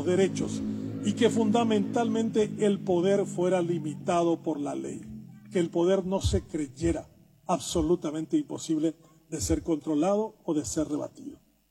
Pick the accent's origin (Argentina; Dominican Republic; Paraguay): Paraguay; Nos preguntamos qué somos los paraguayos en democracia.